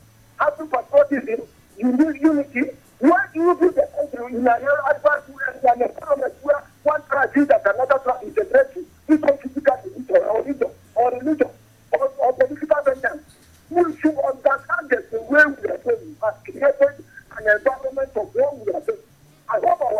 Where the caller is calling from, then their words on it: Angola; I'm calling you from Angola.